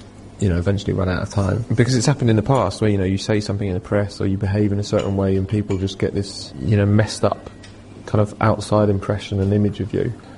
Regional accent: Belgium; Being the English family, kind of growing up in Belgium, having to speak, yeah, two different or three different languages at home, and weirdly, the most difficult was the English culture.

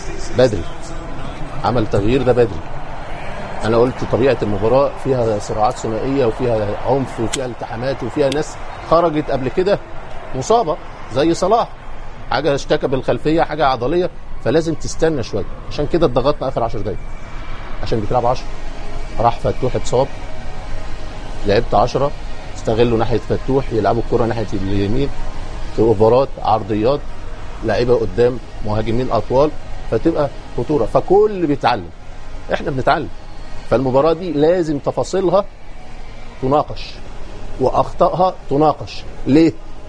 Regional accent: Egypt; احنا عندنا في مصر

